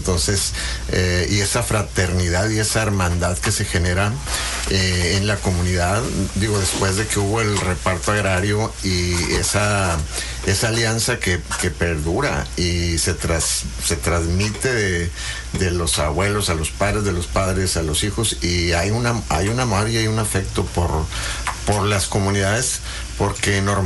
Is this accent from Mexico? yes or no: yes; Madera, Chihuahua, Mexico; colonia agrícola, ganadera y forestal de Nicolás Bravo, en el municipio de Madera, Chihuahua, donde yo soy nativo.